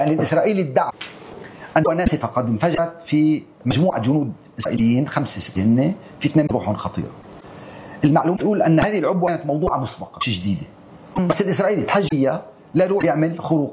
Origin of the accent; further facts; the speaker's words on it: Lebanon; نحن كلبنانيين ما كان لنا علاقة بالحرب